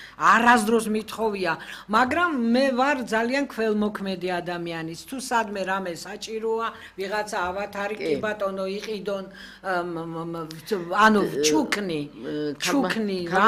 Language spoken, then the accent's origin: Georgian; Tbilisi, Georgia; მე სხვა თბილისში გავიზარდე, ისე მენატრება.